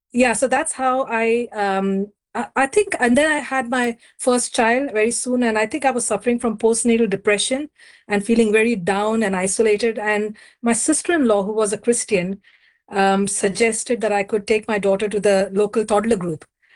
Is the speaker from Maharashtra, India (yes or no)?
yes; Mumbai, Maharashtra, India; now in Slough, United Kingdom; So I was born and raised in Mumbai in a Catholic family, and I went to a convent school.